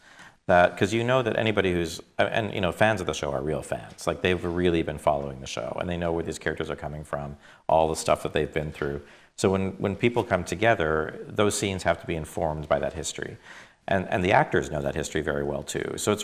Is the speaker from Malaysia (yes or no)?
no; Toronto, Ontario, Canada; I was very influenced by growing up in Canada, which is, I grew up in Toronto